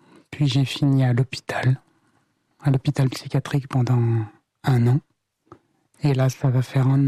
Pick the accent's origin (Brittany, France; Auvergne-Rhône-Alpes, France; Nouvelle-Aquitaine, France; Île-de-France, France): Nouvelle-Aquitaine, France; Brive-la-Gaillarde; born there; now in Limoges, France; Alors, moi … J'ai 24 ans. Je vais bientôt en avoir 25. Je suis né à Brive, en Corrèze.